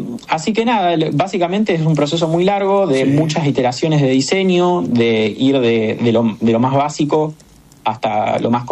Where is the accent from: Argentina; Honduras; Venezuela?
Argentina; para nosotros como argentinos es un logro